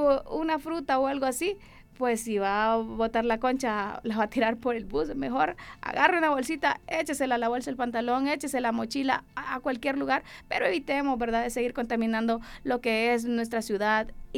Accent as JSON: {"language": "Spanish", "country": "Honduras", "said": "es importante culturizarnos como hondureños"}